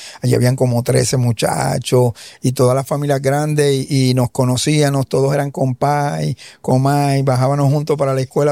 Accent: Ponce, Puerto Rico; soy original de Ponce, vengo de una comunidad cerca del sector El Vigía que se conoce como el barrio San Felipe, barrio segundo de Ponce. Vengo de una familia grande, somos 11 hermanos

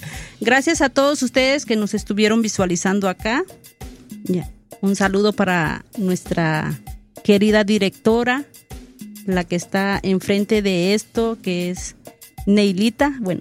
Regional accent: Guatemala; Así es que yo ya soy embajadora, soy candidata, soy la reina de Guatemala, y eso me hace sentir muy orgullosa.

